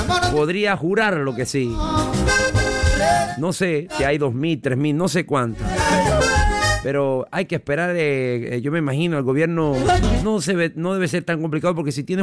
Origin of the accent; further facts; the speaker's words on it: Panama; nosotros somos así, el panameño en por sí ayuda.